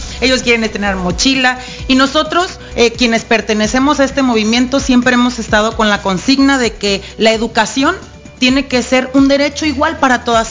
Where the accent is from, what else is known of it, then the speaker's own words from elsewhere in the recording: Tecomán, Colima, Mexico; yo soy de Tecomán. Yo, mi origen es en Tecomán. Yo hasta los 18 años vivía allá.